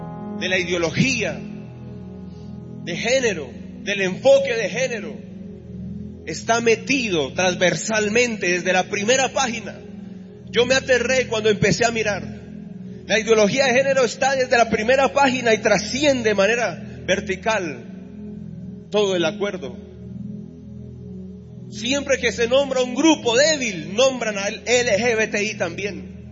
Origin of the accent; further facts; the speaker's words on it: Colombia; Como papá, como colombiano, yo quisiera que ese grupo de las FARC se desarmara mañana mismo.